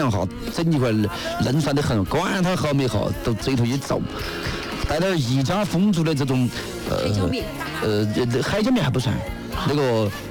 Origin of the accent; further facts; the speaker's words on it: Sichuan, China; 咱们四川是不可能清淡的